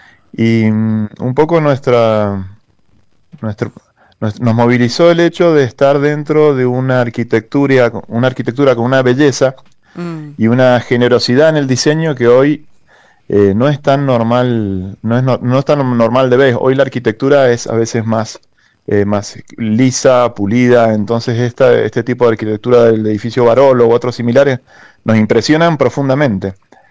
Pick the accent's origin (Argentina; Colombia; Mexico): Argentina; Estamos como argentinos, el diseño argentino siempre ha sido mucho esfuerzo y poco recurso.